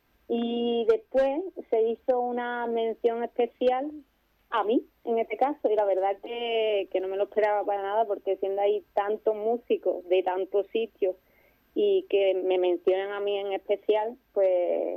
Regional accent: San Fernando, Andalusia, Spain; now in Guadalajara, Spain; ¿y tú de dónde eres? Yo digo, de Cádiz, bueno, de San Fernando.

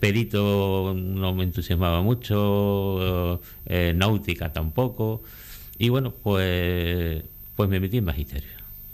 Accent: San Fernando, Andalusia, Spain; porque yo soy de San Fernando, pero de una familia de militares y de marinos y demás

